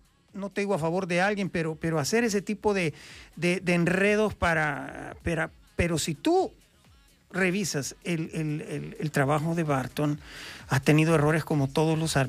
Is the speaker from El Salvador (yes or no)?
yes; El Salvador; yo soy del Salvador